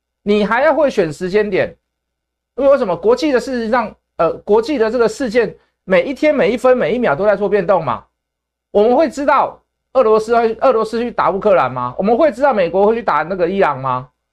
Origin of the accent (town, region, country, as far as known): Taiwan